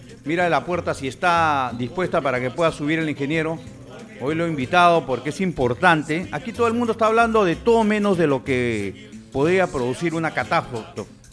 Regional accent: Peru; nosotros somos peruanos, hermano. No pertenecemos a otro lugar. Somos peruanos.

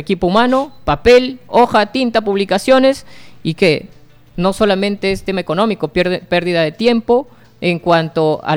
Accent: José Leonardo Ortiz, Lambayeque, Peru; soy de José Leonardo Ortiz, nací en José Leonardo Ortiz, me crié en José Leonardo Ortiz y viví la situación y vivo la situación de José Leonardo Ortiz.

